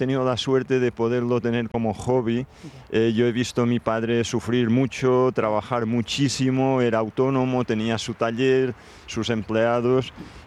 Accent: Formentera, Balearic Islands, Spain; born there; Yo he nacido en esta isla, amo muchísimo mi tierra

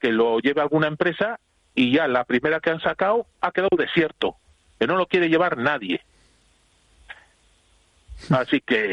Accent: Bilbao, Basque Country, Spain; Yo soy de Bilbao, y orgulloso de ser de Vizcaya.

